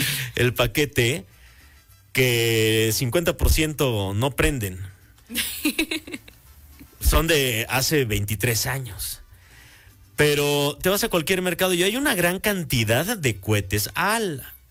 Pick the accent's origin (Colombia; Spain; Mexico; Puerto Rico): Mexico